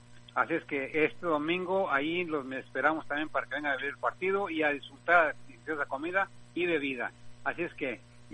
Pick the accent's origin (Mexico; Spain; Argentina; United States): Mexico; Todas aquellas personas que somos mexicanos